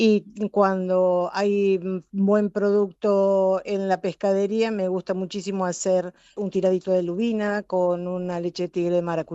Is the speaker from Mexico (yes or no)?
no; Argentina; accent: Argentine; now in Asturias, Spain; cuando somos argentinos